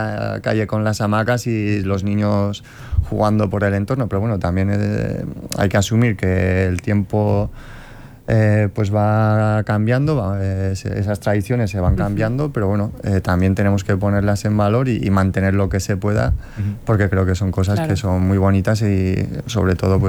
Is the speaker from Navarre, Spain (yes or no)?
yes; Azagra, Navarre, Spain; he tenido la suerte de estudiar y trabajar fuera muchos años y siempre se me ha llenado la boca cuando he hablado de mi pueblo